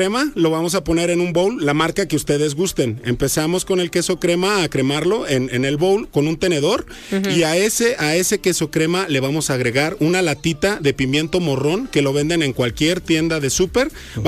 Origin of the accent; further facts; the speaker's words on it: Mexico; porque pues la verdad como mexicanos nos ¿cómo se puede decir?